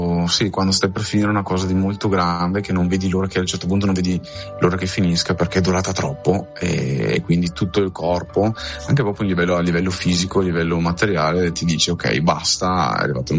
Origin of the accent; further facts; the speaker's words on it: Veneto, Italy; sono veneto, quindi il nord per me è anche il nord Italia, no? Quindi proprio fisicamente casa.